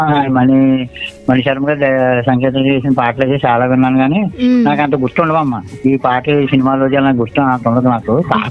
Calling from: Kakinada district, Andhra Pradesh, India; మాది కాకినాడ జిల్లా దొరకాడమ్మా.

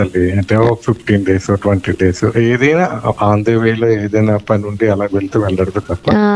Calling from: Visakhapatnam, Andhra Pradesh, India; మాకు సింహాచలం 7 కిలోమీటర్లు

